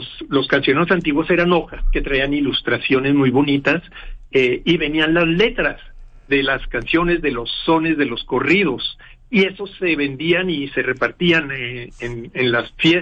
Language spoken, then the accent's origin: Spanish; Colombia; moved away as an adult; now in Mexico; Yo llegué de Colombia, vine a estudiar composición.